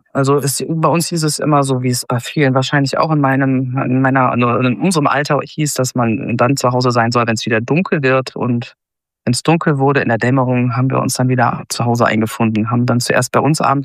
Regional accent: Eifel, Germany; now in Cologne, Germany; Allerdings bin ich auch immer wieder zurückgekommen zur Eifel und habe jetzt wirklich in meinem Heimatort auch ein kleines Theater, was ich schon seit sehr vielen Jahren betreibe

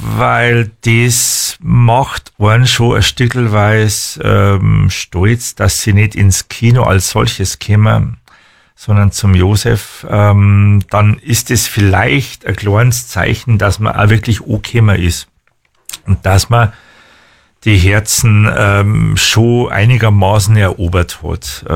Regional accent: Wolnzach, Bavaria, Germany; dem jetzigen Betreiber des örtlichen Kinos von meinem Heimatort in Wolnzach, das ist der Max Amper, mit dem in Schule gegangen bin.

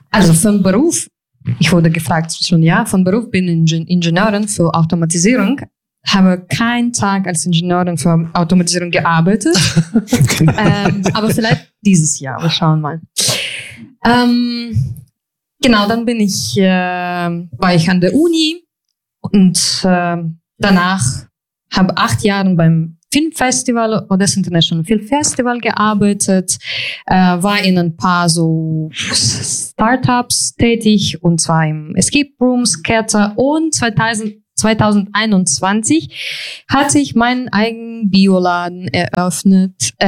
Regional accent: Chornomorsk, Odesa Oblast, Ukraine; now in Munich, Germany; Ich bin vor 32 Jahren in Tschernomorsk geboren.

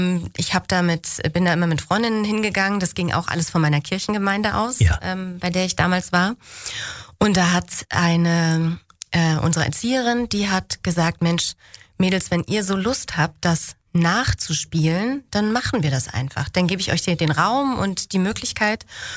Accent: Berlin, Germany; born there; das, worauf du hinaus willst, ist, dass ich in Spandau geboren bin.

